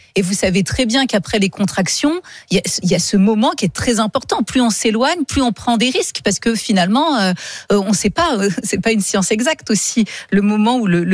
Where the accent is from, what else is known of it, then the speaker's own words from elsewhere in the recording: Poitiers, Nouvelle-Aquitaine, France; now in Paris, France; j'ai grandi à Poitiers